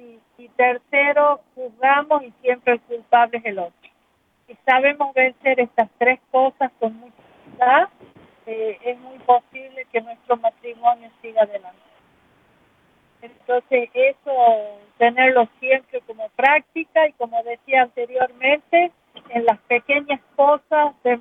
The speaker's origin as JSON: {"language": "Spanish", "country": "Argentina", "moved": "yes", "said": "nosotros en Argentina, yo soy de Argentina"}